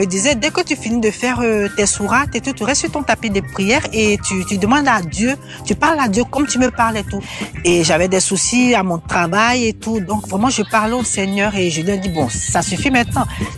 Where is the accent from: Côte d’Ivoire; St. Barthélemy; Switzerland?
Côte d’Ivoire; now in France; je suis originaire de la Côte d'Ivoire. J'étais musulmane. Je viens d'une famille musulmane pratiquante. Et quand je suis venue en 90 en France